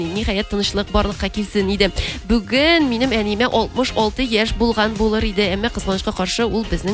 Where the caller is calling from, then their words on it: Bätke, Tatarstan, Russia; Хәерле көннәр … барлык туганнарымны һәм барлык Татар радиосын тыңлаучыларын җиңү бәйрәме белән котлыйм.